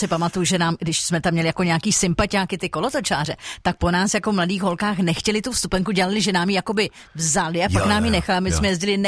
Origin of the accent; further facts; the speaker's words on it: Brno, South Moravian Region, Czechia; já jsem z Brna.